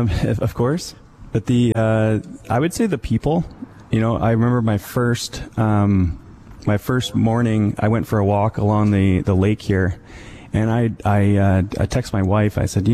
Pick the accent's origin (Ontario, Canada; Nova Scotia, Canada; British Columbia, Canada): British Columbia, Canada; Vancouver; I grew up in Vancouver, love Vancouver. I've sold that city around the world most of my life.